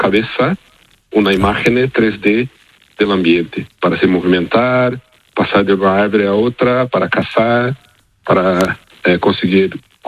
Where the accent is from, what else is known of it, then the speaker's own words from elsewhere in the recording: Brazil; Spanish is a second language; yo soy brasileño.